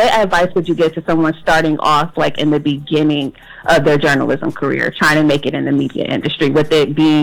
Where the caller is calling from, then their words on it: California, United States; Oh my gosh, I'm calling from California.